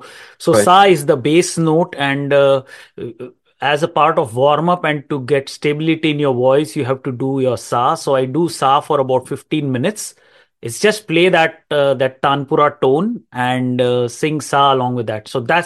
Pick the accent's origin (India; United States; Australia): India; now in Canada; I'm originally from India. I've migrated here to Canada in 2014